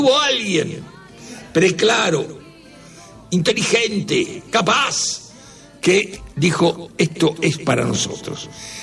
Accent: Argentina; Somos geniales, somos espectaculares, somos argentinos.

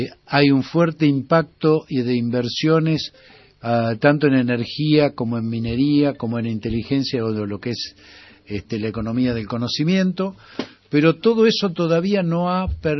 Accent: San Miguel, Buenos Aires Province, Argentina; yo soy de San Miguel, nacido y criado en San Miguel

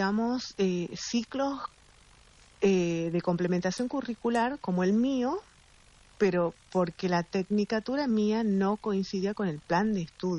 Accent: Amaicha del Valle, Tucumán, Argentina; now in San Miguel de Tucumán, Argentina; yo soy de Tucumán, pero no de Capital. Soy de un lugar que está a 200 kilómetros de Tucumán, que es una comunidad originaria también.

